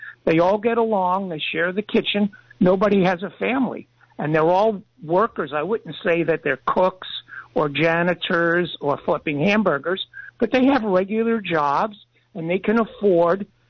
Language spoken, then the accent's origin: English; Pennsylvania, United States; now in California, United States; When I first moved here in the 70s, I came here alone from Pennsylvania. And I wanted to try out California